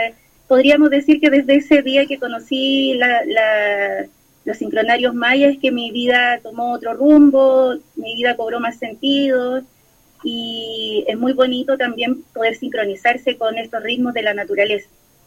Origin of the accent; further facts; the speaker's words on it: Concepción, Biobío, Chile; desde el año 2018 que aprendo esta danza en la ciudad de Concepción, que es de donde yo soy